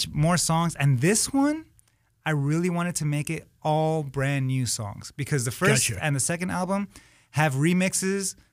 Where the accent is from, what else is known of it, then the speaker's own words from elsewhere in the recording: Miami, Florida, United States; also born or lived in Lima, Peru / California / Nashville; But I was born in Lima, Peru. At 3 years old, we moved to Miami, Florida. That's where I was raised for most of my life. Then I moved around, California, Nashville, and then I became nomadic.